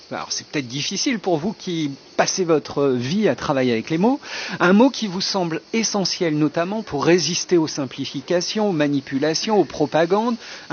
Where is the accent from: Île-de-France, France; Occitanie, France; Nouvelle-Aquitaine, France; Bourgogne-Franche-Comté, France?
Nouvelle-Aquitaine, France; moved away; moi je viens de Charente-Maritime, je travaille plutôt sur Paris.